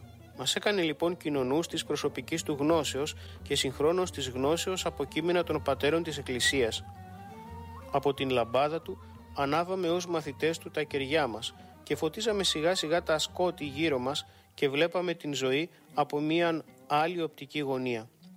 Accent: Chios, North Aegean, Greece; also born or lived in Çeşme; Γεννήθηκα στον Τσεσμέ, Κρίνη κατά το Ελληνικόν, της Μικράς Ασίας, απέναντι από την Χίο. Δεν έζησα όμως καθόλου εκεί. Μουρουδάκι με πήρε η μάνα μου στον πρώτο διωγμό το 1914 και ήλθαμε στη Χίο.

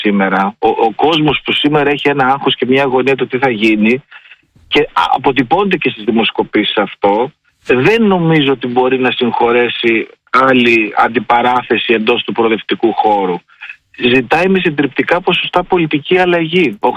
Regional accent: Agrinio, Western Greece, Greece; Εγώ γεννήθηκα στο Αγρίνιο.

